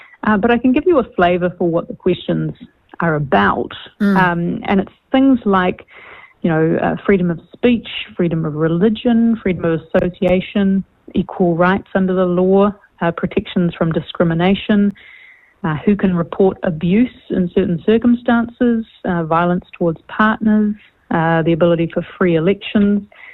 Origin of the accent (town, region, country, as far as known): New Zealand